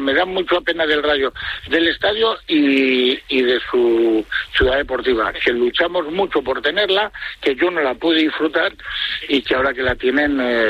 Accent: Valladolid, Castile and León, Spain; yo soy pucelano blanquivioleta de Valladolid, moriré siendo así

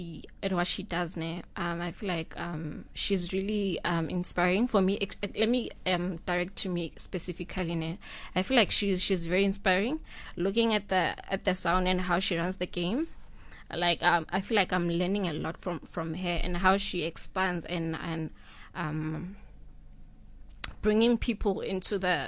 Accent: Johannesburg, Gauteng, South Africa; born and bred in Soweto, Diepkloof.

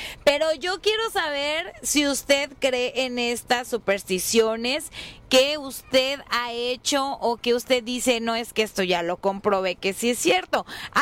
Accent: Mexico; somos los mexicanos.

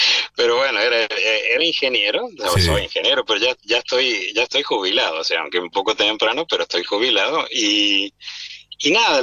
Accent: Cruz del Eje, Córdoba, Argentina; moved away; Cruz del Eje es nuestra ciudad que llevamos en el corazón

